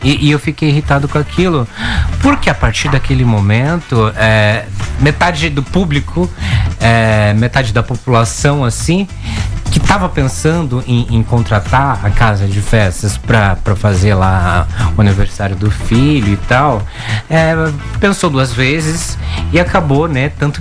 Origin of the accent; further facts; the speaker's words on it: Ouro Fino, Minas Gerais, Brazil; now in São Paulo, Brazil; eu sou de Minas, Ouro Fino.